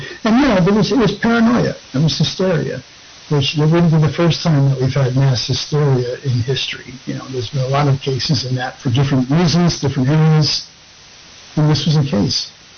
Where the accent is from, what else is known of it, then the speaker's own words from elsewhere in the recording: Connecticut, United States; also born or lived in Monroe, Connecticut; I grew up in Connecticut. And at one point, I lived in Monroe